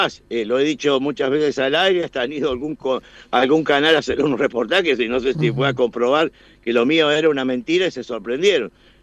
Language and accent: Spanish; Morón, Buenos Aires Province, Argentina; yo soy de Morón, estoy en el conurbano